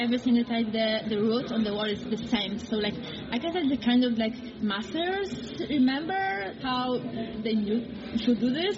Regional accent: Poland; English is a second language; I'm from Poland, I'm a speed climber, and I competed in the Olympic Games at Paris.

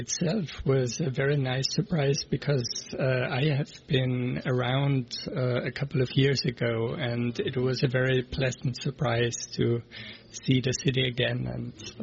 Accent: Vienna, Austria; also from Vienna.

